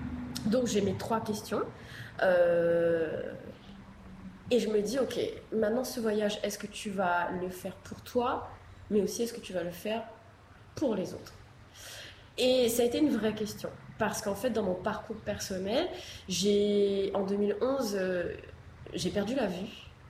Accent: Réunion, France; Et je me suis dit, non, moi je suis française, et en plus de la Réunion

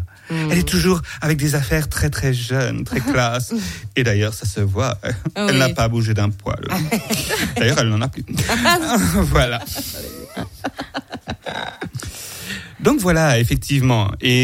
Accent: Brussels, Brussels-Capital Region, Belgium; also born or lived in Paris; now in Champagnole, France; ici, en plus, dans le Jura, moi, il faut savoir que, comme je l'ai dit dans le sketch, je suis belge d'origine, je viens de Bruxelles. Donc il faut s'imaginer venir de Bruxelles. Je ne connaissais pas du tout le Jura

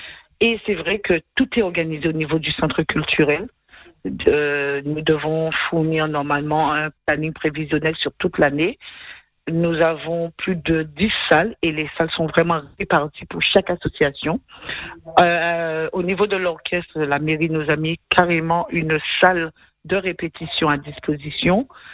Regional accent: Goyave, Guadeloupe; now in Metropolitan France; Je viens de Guayave, mon père était de Pointe-à-Pitre, ma mère de Capesterre-Belle-Eau, donc je viens de Guayave, voilà, j'ai beaucoup de famille au Moule, à Petit-Bout, voilà, vous connaissez … c'est une très grande famille

